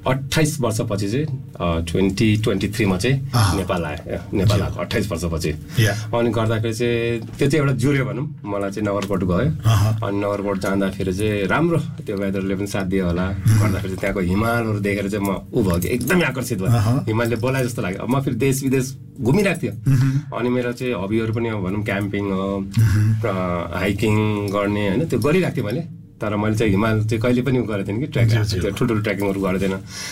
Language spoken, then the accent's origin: Nepali; Dehradun, Uttarakhand, India; moved away as an adult; now in Nepal; देहरादुनमा म पढाइ म देहरादुनमा बस्यो, हुर्केँ, उहीँ होस्टेलमा पढ्यो, मैले पढाइ देहरादुन नै भयो.